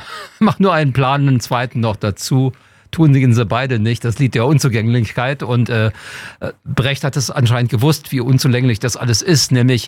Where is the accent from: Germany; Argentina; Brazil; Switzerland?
Germany; Berlin; Ich bin in West-Berlin aufgewachsen